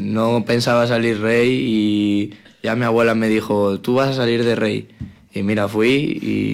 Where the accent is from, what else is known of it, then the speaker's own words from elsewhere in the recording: Motilla del Palancar, Castilla-La Mancha, Spain; es mi pueblo desde siempre